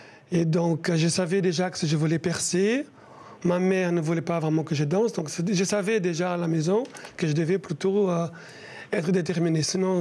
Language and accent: French; Rio de Janeiro, Brazil; French is a second language; moved away as an adult; also born or lived in Campinas, São Paulo; now in Brussels, Belgium; je suis venu à Rio de Janeiro faire l'audition, où ma ville natale.